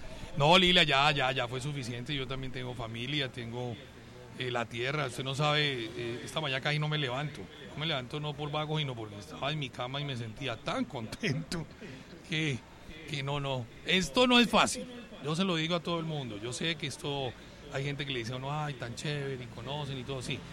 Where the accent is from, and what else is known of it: Colombia